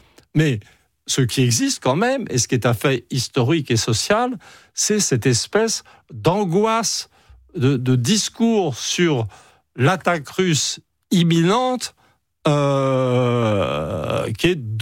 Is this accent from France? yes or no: yes; France; je suis un Français et rien d'autre, et un occidental.